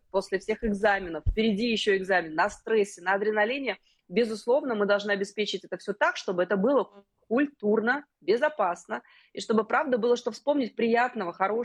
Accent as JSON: {"language": "Russian", "region": "Saint Petersburg", "country": "Russia", "tie": "born or raised there", "said": "Я вот из Петербурга родом, у нас все выпускные, это кораблик."}